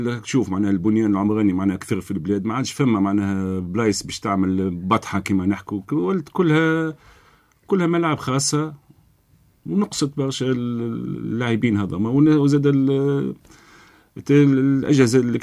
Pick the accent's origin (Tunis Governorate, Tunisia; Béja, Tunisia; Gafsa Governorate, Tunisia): Gafsa Governorate, Tunisia; Gafsa; كانت مدرسة حي النور زاد في قفصة